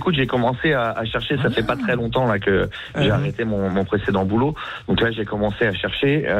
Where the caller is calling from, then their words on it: Paris, Île-de-France, France; Région parisienne. Ouais, je suis à Paris intramuros.